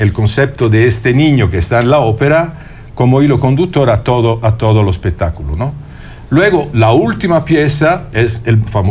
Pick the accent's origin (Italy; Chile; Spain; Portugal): Italy; now in Mexico; nosotros vivimos, somos italianos, pero vivimos en México.